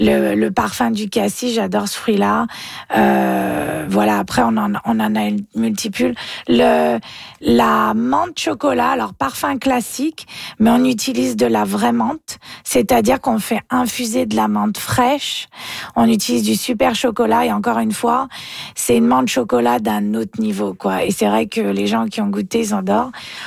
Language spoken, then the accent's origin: French; France; moved away; C'est quand j'étais petite en France